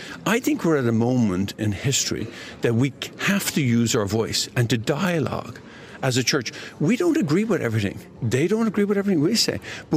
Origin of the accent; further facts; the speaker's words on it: Ireland; moved away; look, I came from Ireland. And in Ireland, we had warfare in Northern Ireland.